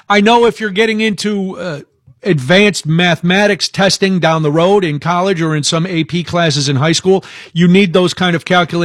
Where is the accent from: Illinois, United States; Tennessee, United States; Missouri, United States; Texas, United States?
Illinois, United States; Yeah, see, growing up in Illinois, I took all my tests.